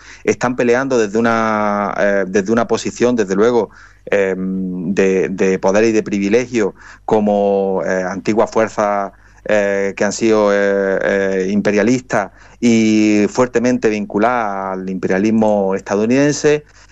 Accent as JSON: {"language": "Spanish", "region": "Andalusia", "country": "Spain", "said": "en Andalucía, en mi país"}